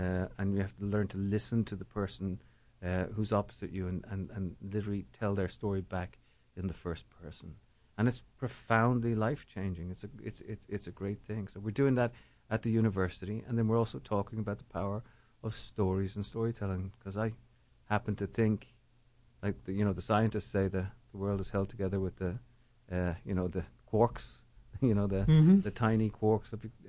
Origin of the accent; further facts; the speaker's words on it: Ireland; moved away as an adult; now in United States; to this country over 30 years ago, and I came over to write a book. I came from Ireland originally